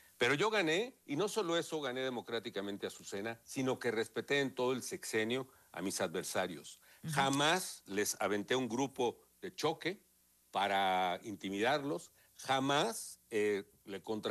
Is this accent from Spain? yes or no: no; Mexico; yo soy tan mexicano como cualquiera. Tengo derechos y deberes con el país